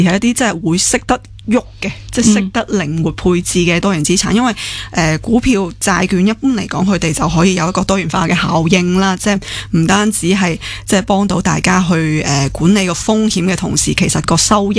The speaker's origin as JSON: {"language": "Cantonese", "country": "Hong Kong", "said": "我哋香港人"}